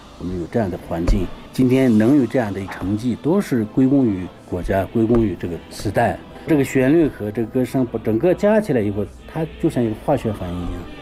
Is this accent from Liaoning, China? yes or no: no; Tibet, China; 我是西藏人，对西藏的热爱与生俱来。